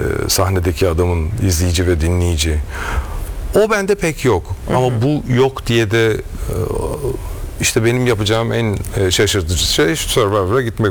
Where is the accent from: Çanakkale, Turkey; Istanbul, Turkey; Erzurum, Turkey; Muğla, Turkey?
Muğla, Turkey; Milas; born there; now in Bodrum, Turkey; ben Milaslıyım gerçi, Milas doğumluyum